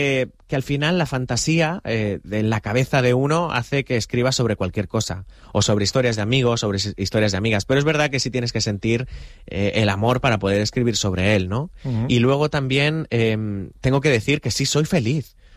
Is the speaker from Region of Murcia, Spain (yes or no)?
yes; Region of Murcia, Spain; born there; Yo nací en Murcia.